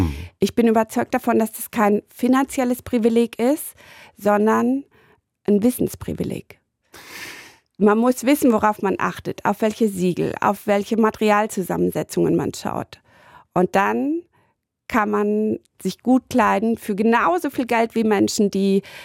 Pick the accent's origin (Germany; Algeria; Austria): Germany; Rhineland-Palatinate; ich komme aus Westdeutschland, aus der Südpfalz